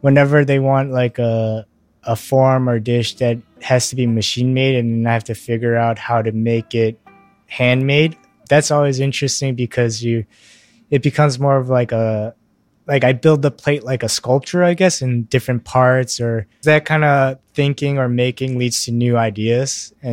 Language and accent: English; United States; born there; I'm Korean, or my parents are from Korea, and so I'm Korean American because I was born in America.